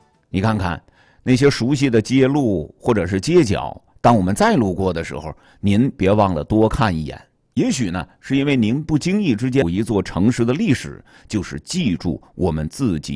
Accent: Jinzhou, Liaoning, China; 让大家伙去加深咱们对自己生活的啊、工作的我们的家乡锦州会有更深刻的一个认知和了解。

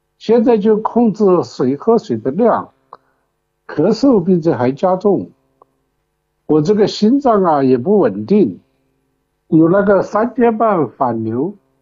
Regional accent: Chongqing, China; 哎，我是重庆的老病号了，今年73了。

